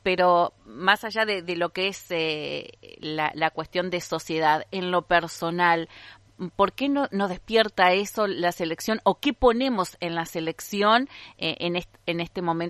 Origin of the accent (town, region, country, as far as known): Argentina